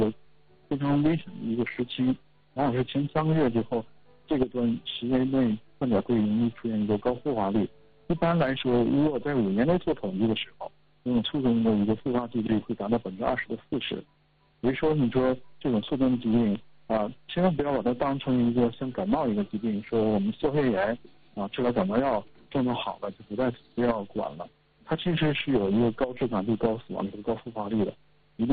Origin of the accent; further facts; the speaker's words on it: Jilin, China; 对于咱们东北人、吉林人来说，比如说口味会很重，盐就吃的比较多